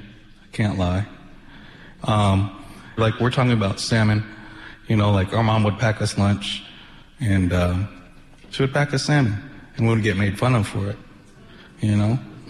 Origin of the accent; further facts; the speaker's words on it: Renton, Washington, United States; And it's funny, it's like I grew up in Renton, and high school over there, Renton Indians.